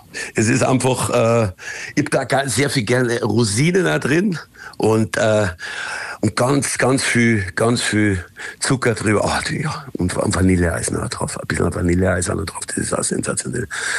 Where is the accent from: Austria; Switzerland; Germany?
Austria; Tyrol; Da bin ich richtiger Österreicher